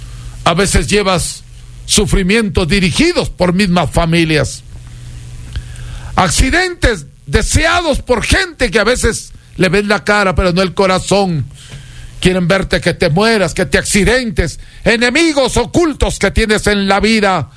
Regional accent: Huancabamba, Piura, Peru; now in Ecuador; que yo estoy formado por mis abuelos, por mis padres, por mis ancestros, el chamanismo de mi tierra natal del Perú, de Huancabamba. Tengo conocimiento andino para servir al mundo

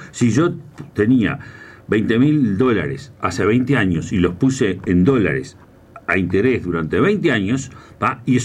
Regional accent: Uruguay

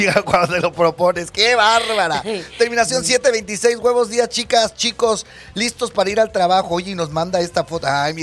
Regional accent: Mexico; Orgullosos de ser migajeros, somos los mexicanos

